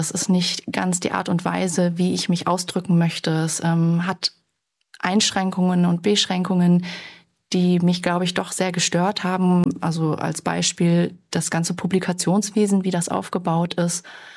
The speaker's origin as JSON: {"language": "German", "country": "Germany", "tie": "born or raised there", "first_language": "German and French", "said": "ich bin zweisprachig aufgewachsen, mit meinem Vater habe ich Französisch gesprochen, mit meiner Mutter Deutsch, ich bin ja auch in Deutschland aufgewachsen."}